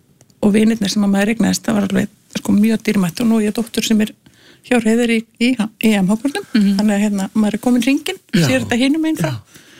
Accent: Reykjavík, Capital Region, Iceland; Já, svo ég hérna, alinn upp í Hamrahverfinu, hérna í Reykjavík, en fjölskylda mín kemur frá Húsavík

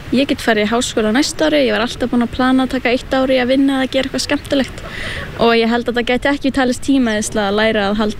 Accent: Húsavík, Northeastern Region, Iceland; ég 19 ára og kem frá Húsavík.

